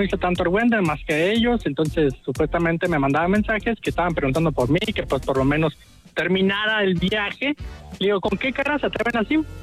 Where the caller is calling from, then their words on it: Guadalajara, Jalisco, Mexico; nosotros somos de acá de Guadalajara